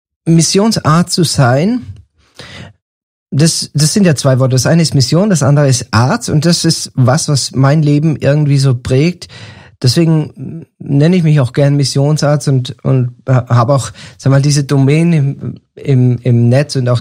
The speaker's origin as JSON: {"language": "German", "country": "Germany", "moved": "as an adult", "lives_now": "Peru", "said": "Als Deutscher ist man es gewohnt, morgens zum Bäcker zu gehen und Brötchen zu holen"}